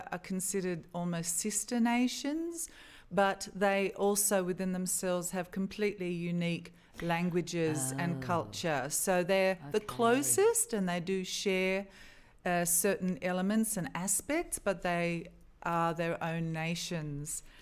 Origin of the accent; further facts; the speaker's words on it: Australia; born there; I am here, I was born in Australia